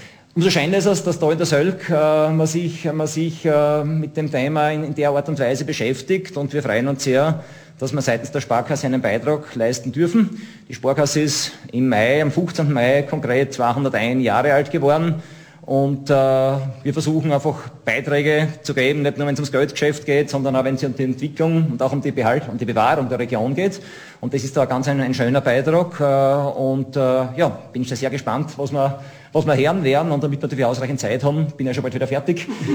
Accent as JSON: {"language": "German", "region": "Styria", "country": "Austria", "said": "ich komme aus der Altsteiermark ursprünglich und da gibt es den Josef Ober, inzwischen Bürgermeister von Völkbach"}